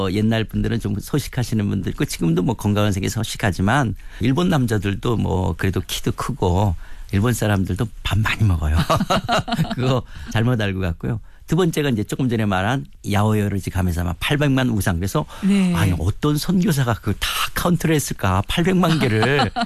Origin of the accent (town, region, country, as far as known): South Korea; moved away as an adult; also born or lived in Japan / Shanghai, China